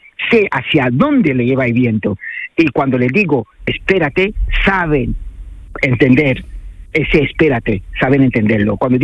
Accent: Cameroon; moved away; cuando vuelves allá, en mi país, en Camerún, eres mucho más extranjero allá.

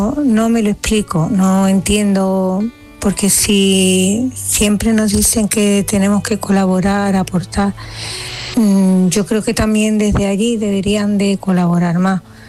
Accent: Seville, Andalusia, Spain; Hola, buenos días, Jesús y todo el equipo. … de Sevilla.

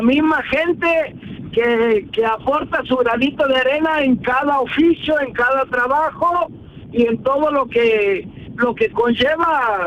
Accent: Argentina; now in Málaga, Spain; Yo soy argentino

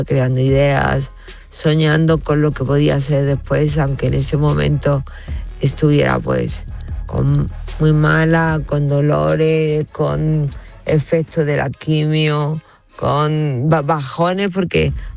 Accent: Spain; Digo, no, pues soy española.

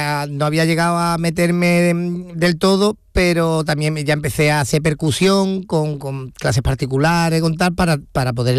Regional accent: Andalusia, Spain; siempre he estado allí en San José, en mi pueblo, con mi familia

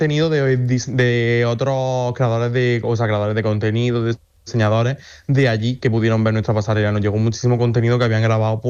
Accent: Almería, Andalusia, Spain; somos un rincón de España maravilloso, donde tenemos un ambiente perfecto, donde tenemos unos paisajes increíbles y que merece la pena visitar

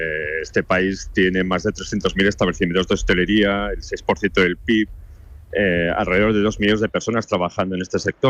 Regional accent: Spain; tal y como somos los españoles

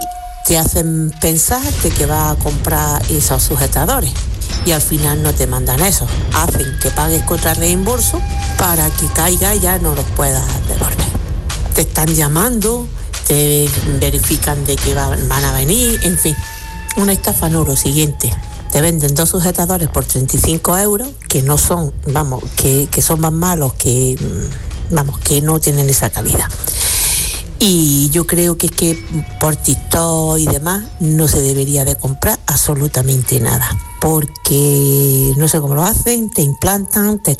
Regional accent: Granada, Andalusia, Spain; now in Padua, Italy; Vale, soy de Granada y vivo en Padua, súper fan vuestra

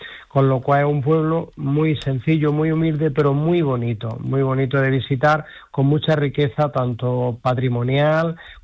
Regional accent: Andalusia, Spain; Pues mi pueblo es un pueblo tranquilo, es un pueblo que transmite una paz y sobre todo que tiene una belleza, porque estamos en la cara norte de Sierra Nevada, en la zona más virgen

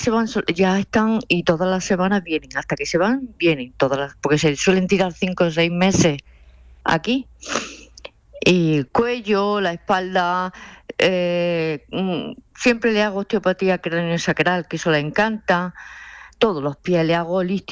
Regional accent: Jaén, Andalusia, Spain; Yo soy andaluza, soy de Jaén, pero ya llevo aquí muchos años.

